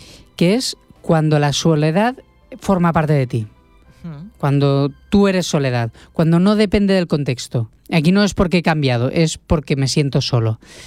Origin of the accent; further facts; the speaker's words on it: Tarragona, Catalonia, Spain; now in Barcelona, Spain; Yo soy natural de Tarragona, soy tarragoní.